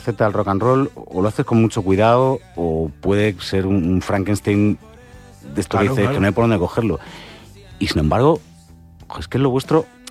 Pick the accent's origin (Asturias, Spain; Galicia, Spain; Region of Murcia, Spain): Galicia, Spain; Pontevedra; Yo es que soy de Pontevedra. Entonces, en el Náutico de San Vicente, pues por cercanía, uno va a veces y luego oye historias.